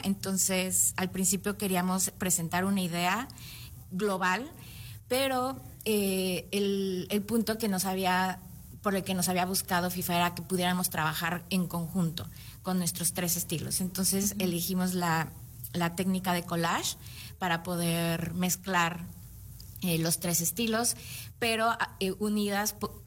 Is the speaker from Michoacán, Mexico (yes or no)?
no; Toluca, State of Mexico, Mexico; moved away as an adult; now in Caribbean; yo soy mexicana, nací en Toluca, Estado de México, y estuve estudiando ahí hasta la universidad.